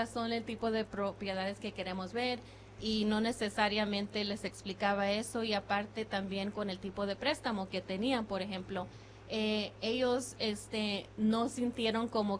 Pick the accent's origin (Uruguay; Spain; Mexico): Mexico; born there; pues, yo soy nacida en México también, ¿verdad?